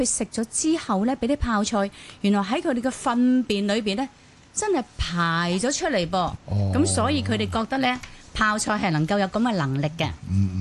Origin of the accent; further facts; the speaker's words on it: Guangdong, China; 但是我們廣東人在廣東菜裡面醃醃的東西，